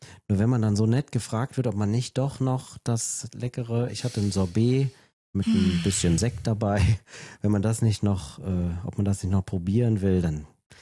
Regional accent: Trier, Rhineland-Palatinate, Germany; accent: Trier dialect; das ist mein Trierer Dialekt, Entschuldigung, mein Slang.

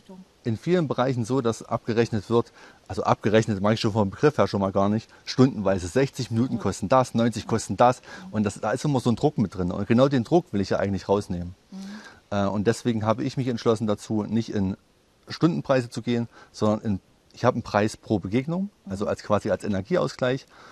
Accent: Teuchern, Saxony-Anhalt, Germany; Ich komme aus Teuchern, das ist in der Nähe von Weißenfels, genau. Ja. Und bin dort geboren, war kurze Zeit mal in Großstadt unterwegs und bin jetzt wieder aufgrund der Ruhe, der schönen Ruhe hier, zurückgekehrt.

